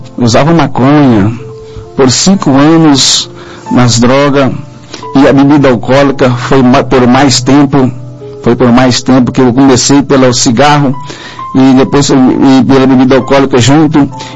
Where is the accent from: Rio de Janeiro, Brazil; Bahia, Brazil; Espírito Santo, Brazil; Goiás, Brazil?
Goiás, Brazil; Jaraguá; eu sou da cidade de Jaraguá, estado de Goiás.